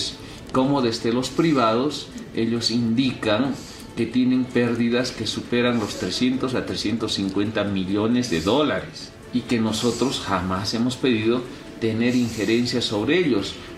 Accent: Cusco, Peru; nosotros como cusqueños

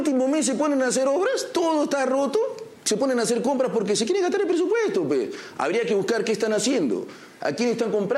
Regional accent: Lima, Peru; born there

